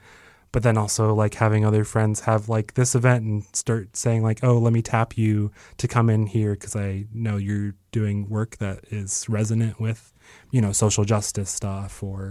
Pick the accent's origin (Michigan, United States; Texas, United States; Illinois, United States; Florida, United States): Illinois, United States; Oak Park; I grew up in Oak Park, which is one of the first suburbs west of the Chicago like border.